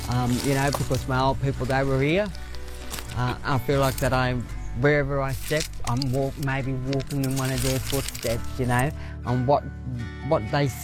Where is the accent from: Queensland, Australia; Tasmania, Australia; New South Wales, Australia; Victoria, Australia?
New South Wales, Australia; Moree; I'm from Moree. My people are originally from the area where I'm sitting today, and that's Terriaiai.